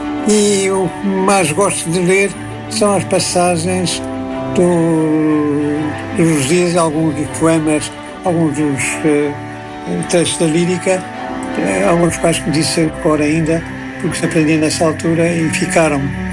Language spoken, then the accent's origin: Portuguese; Portugal; nos agarra também como portugueses que somos muitos.